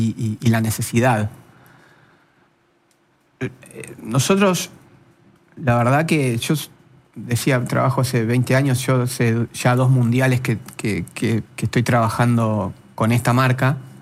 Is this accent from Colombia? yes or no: no; Argentina